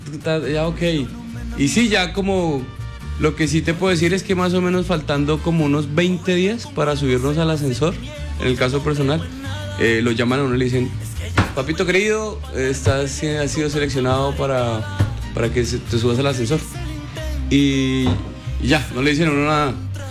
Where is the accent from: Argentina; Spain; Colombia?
Colombia; Rivera, Huila; also born or lived in San Vicente del Caguán; Y pues yo nací en San Vicente y prácticamente me crié en Rivera.